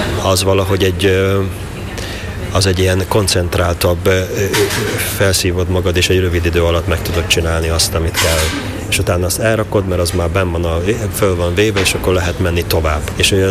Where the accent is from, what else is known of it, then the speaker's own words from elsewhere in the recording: Nové Zámky, Nitra Region, Slovakia; now in Budapest, Hungary; Hát én újvári vagyok, hát felvidéki vagyok, igen. Tehát, hogy az van. Sosem leszek budapesti, mert itt nincsenek gyökereim